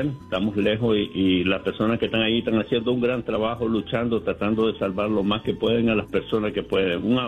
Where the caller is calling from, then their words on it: New York, United States; aquí en Nueva York